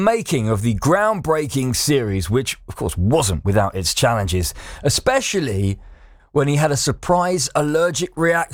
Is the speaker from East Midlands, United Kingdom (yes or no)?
no; Hitchin, East of England, United Kingdom; in my hometown of Hitchin.